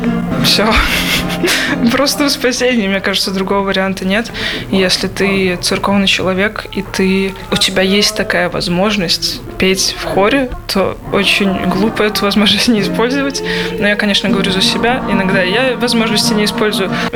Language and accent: Russian; Riga, Latvia; я из Латвии